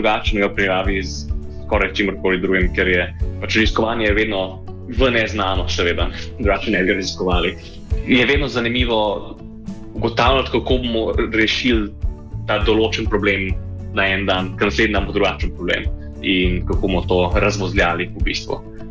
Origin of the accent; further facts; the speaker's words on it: Central Slovenia, Slovenia; moved away; Okolica Ljubljane, bom rekel, mal smo razprašeni, ampak smo v okolici Ljubljane. Vračam se manj pogosto, kot bi si želel, ampak nekajkrat.